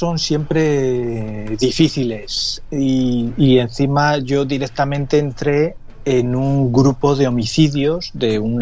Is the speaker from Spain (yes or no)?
yes; Madrid, Community of Madrid, Spain; mi infancia en Vallecas fue complicada. Eran años duros, eran años de heroína.